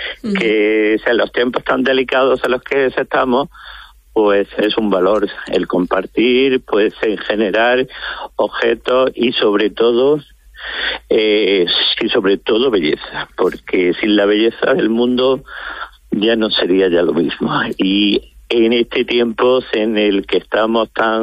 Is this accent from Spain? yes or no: yes; Puente Genil, Andalusia, Spain; soy cofrade de lo de todas las hermandades ya de mi pueblo, de Puente Genil, de Málaga y Loja.